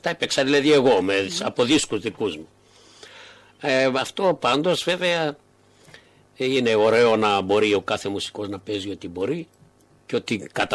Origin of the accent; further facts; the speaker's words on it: Greece; moved away; η αγάπη για τον τόπο μου με έκαμε να γυρίσω πίσω, να έρθω στον τόπο μου ξανά.